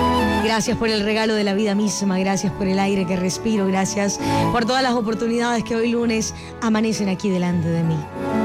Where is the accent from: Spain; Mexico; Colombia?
Colombia